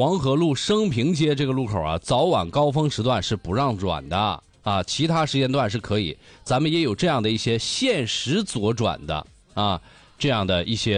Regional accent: Yanbian, Jilin, China; 延边是我家乡啊！

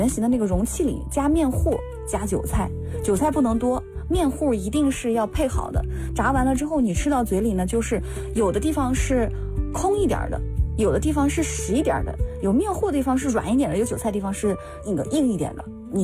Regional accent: Anqing, Anhui, China; born or raised there; moved away as an adult; now in Shenzhen, China

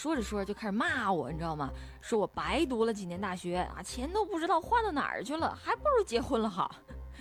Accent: Guangdong, China; moved away; 我老家呢又是广东的一个小城市

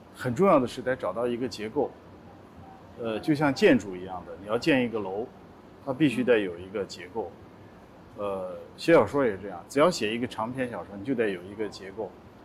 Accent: Changji, Xinjiang, China; born there; 因为我在昌吉出生，我内心里非常的敬畏。我的出生地绝对不能轻易写，面对自己的出生地新疆

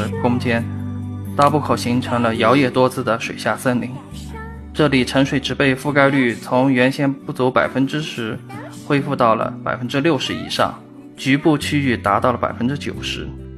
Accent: Kunming, Yunnan, China; 我从小就在滇池边长大，滇池就是我们昆明人的母亲湖

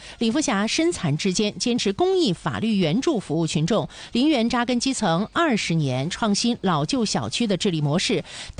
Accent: Dalian, Liaoning, China

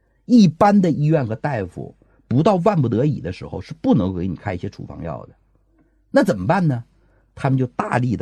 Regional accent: China; 而你认为我们中国人发病率这么高啊，这应该是排在首位啊

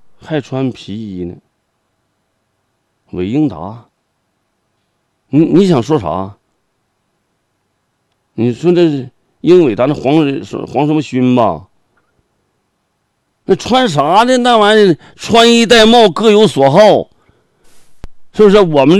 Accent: Heilongjiang, China; 那跟我们黑龙江人

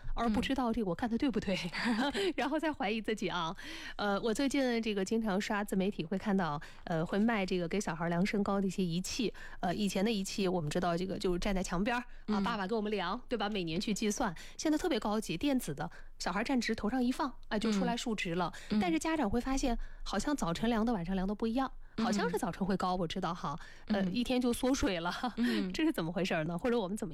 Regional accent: China; 我们中国人

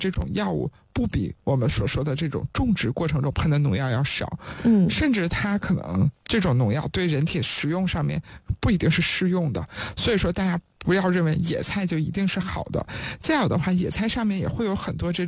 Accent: China; 我们中国人

